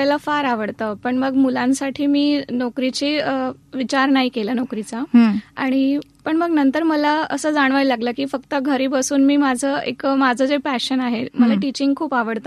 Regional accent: Chalisgaon, Maharashtra, India; now in Nashik, India; मी मूळची, म्हणजे माझं माहेर चाळीसगावचं.

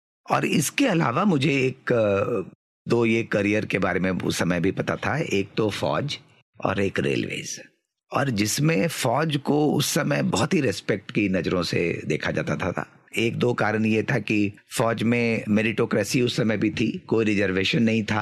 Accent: Muzaffarpur, Bihar, India; now in Nashik, India; नहीं, मैं वैसे तो बिहार से हूं, और अभी मैं नासिक में करीब 8-10 साल से हमारा बेस नासिक में ही है, तो आप अभी मुझे नासिक का भी कह सकते हैं, लेकिन मेरा जन्म बिहार के एक शहर मुजफ्फरपुर में हुआ, और शुरुआती की पढ़ाई मैंने वहीं करी

